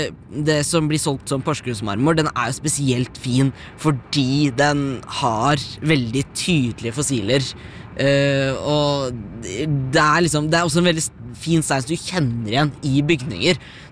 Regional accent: Skien, Telemark, Norway; Men jeg har vokst opp på Skien-siden av kommunegrensa.

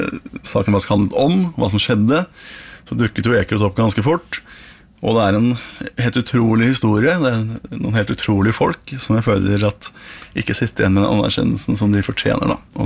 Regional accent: Fredrikstad, Østfold, Norway; Og så er jeg født og oppvokst i Fredrikstad

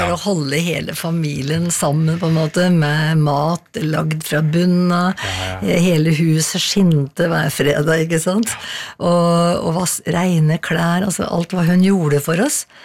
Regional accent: Skreia, Innlandet, Norway; now in Asker, Norway; Det er liksom Toten, altså Skreia, er liksom der jeg vokste opp, ikke sant? Så det er liksom røttene mine. Ja. Og så har jeg bodd nå i Asker, mye lenger da.

